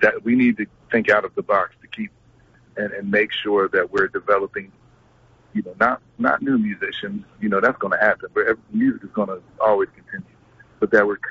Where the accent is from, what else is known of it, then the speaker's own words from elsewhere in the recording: Philadelphia, Pennsylvania, United States; growing up in Philly